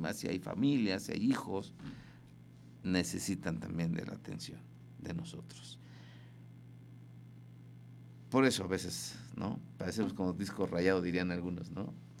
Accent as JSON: {"language": "Spanish", "country": "Mexico"}